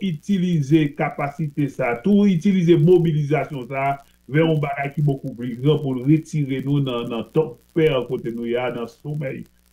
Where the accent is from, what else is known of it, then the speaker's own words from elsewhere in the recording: Haiti; c'est peut-être la première fois que je suis haïtien aussi fier pour vous présenter comme haïtien.